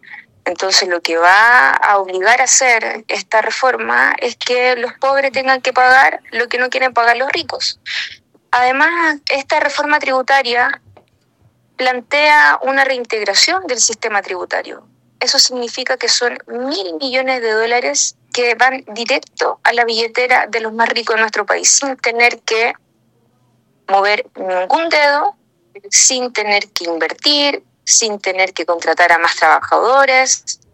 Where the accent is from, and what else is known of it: Chile